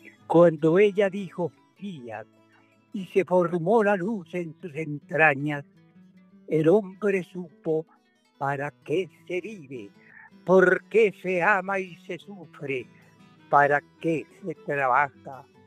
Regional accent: Bogotá, Colombia; Ah, yo soy un bogotanito puro.

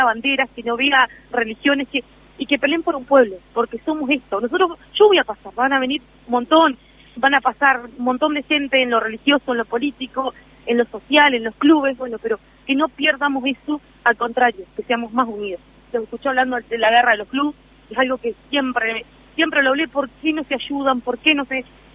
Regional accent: Tupambaé, Cerro Largo, Uruguay; una persona que nació en Tupambaé, oriunda de Tupambaé

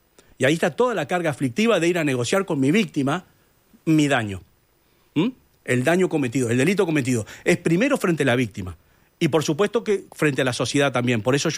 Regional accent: Uruguay; now in Chile; Yo hace 25 años que me fui de Uruguay. España, Alemania, Chile ahora.

